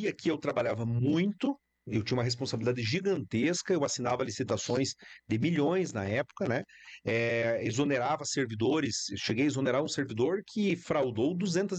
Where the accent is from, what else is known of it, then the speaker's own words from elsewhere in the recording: Clevelândia, Paraná, Brazil; born there; moved away; also born or lived in Santa Maria, Rio Grande do Sul; eu nasci em Clevelândia, que é no sudoeste do Paraná, uma cidade pequena que fica perto de Pato Branco, no sudoeste do Paraná. Eu sou filho de um caminhoneiro e de uma costureira que virou professora